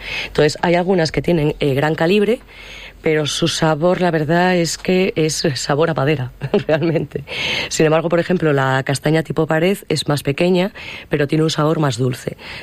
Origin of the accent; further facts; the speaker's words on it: Castile and León, Spain; yo soy berciana y tengo interés interés porque mi tierra florezca y tira para arriba.